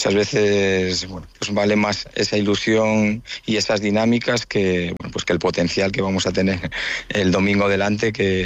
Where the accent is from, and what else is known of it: Santander, Cantabria, Spain